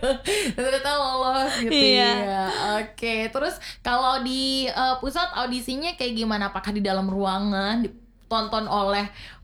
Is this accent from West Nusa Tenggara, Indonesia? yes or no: yes; West Nusa Tenggara, Indonesia; sebagai anak NTB